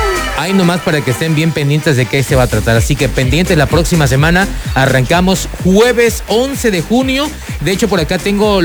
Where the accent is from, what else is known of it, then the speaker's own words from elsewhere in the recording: Mexico; nos sentimos orgullosos mexicanos.